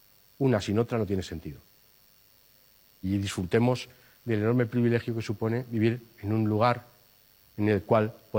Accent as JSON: {"language": "Spanish", "region": "Navarre", "country": "Spain", "said": "Hace años que entró por mi tierra, por allá por el Pirineo Navarro"}